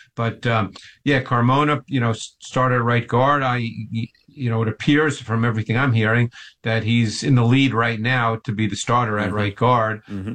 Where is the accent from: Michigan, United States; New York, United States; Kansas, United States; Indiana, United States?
New York, United States; New York City; I grew up in Queens in New York